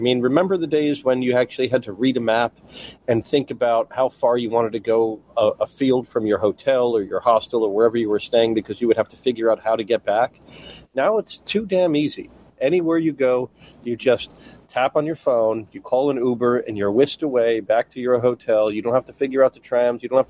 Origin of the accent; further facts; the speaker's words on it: United States; I said, well, it's 4th of July. I'm an American. I'm going to go knock on the door of the American embassy.